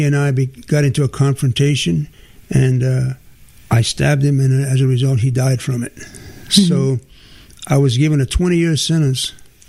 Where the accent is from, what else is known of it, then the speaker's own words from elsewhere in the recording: Marksville, Louisiana, United States; born there; I was born in Marksville, Louisiana. It's a small community where I went to a Christian school.